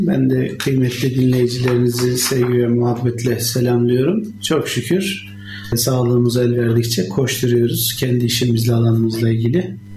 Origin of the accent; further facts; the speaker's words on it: Ankara, Turkey; moved away as an adult; now in Konya, Turkey; 1973 yılında Ankara'da doğdum. İlk orta ve lise eğitimini Ankara'da tamamladıktan sonra ilk önce pozitif bilimler alanında bir akademik maceram oldu.